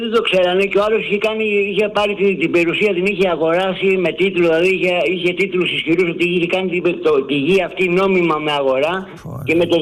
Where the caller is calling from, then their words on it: Attica, Greece; από Βόρεια Προάστια.